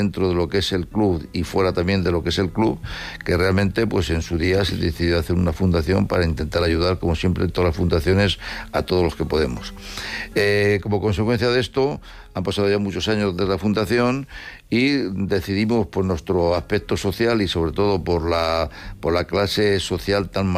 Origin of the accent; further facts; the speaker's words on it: Madrid, Community of Madrid, Spain; la verdad que yo soy de Madrid, pero bueno, ten por seguro que la copla ha sido uno de los elementos musicales más importantes que ha habido en este país durante muchos años.